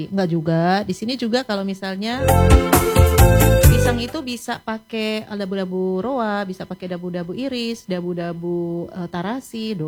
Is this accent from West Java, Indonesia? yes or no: no; Manado, North Sulawesi, Indonesia; karena saya kan orang Manado.